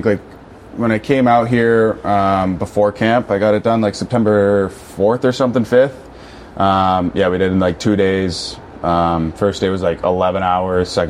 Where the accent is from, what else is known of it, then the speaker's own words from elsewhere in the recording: Carp, Ontario, Canada; I'm Carp. No, I'm from Carp. Nobody knows Carp, though.